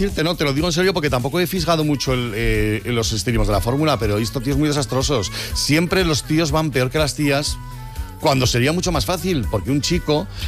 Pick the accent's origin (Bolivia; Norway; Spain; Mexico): Spain; Madrid, Community of Madrid; yo me acuerdo a mi abuela, nosotros, yo soy madrileño, pero soy de madre aragonesa.